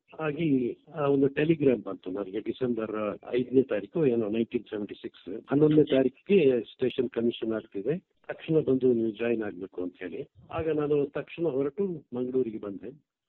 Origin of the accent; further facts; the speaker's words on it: Chikkaballapur, Karnataka, India; moved away as an adult; also born or lived in Bangalore; ನನ್ನ ಊರು ಬೆಂಗಳೂರು ಹತ್ರ, ಚಿಕ್ಕಬಳ್ಳಾಪುರ ಅಂತ. ನಾನು ಅಲ್ಲಿ ಡಿಗ್ರಿ ಮಾಡಿದೆ, BSc ಡಿಗ್ರಿ. ಆಮೇಲೆ ಬೆಂಗಳೂರು ಲಾ ಕಾಲೇಜಿನಲ್ಲಿ ಲಾ ಡಿಗ್ರಿ ಮಾಡಿ